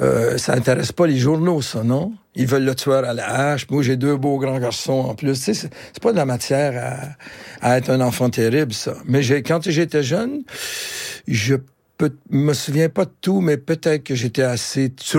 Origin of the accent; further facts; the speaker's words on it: Quebec, Canada; accent: joual; Mais c'est ce qu'il disait pour le joual, garder mon accent.